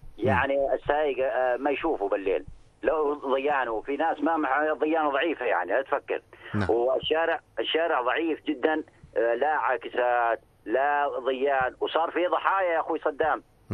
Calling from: Rabaa Al-Sirhan, Mafraq Governorate, Jordan; في ملحوظة برباع السرحان، يعني ما احنا مخدومين مليين، في عندنا متجر

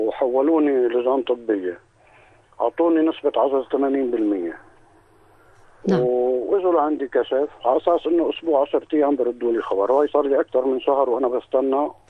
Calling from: Amman, Amman Governorate, Jordan; من جبل حسين.

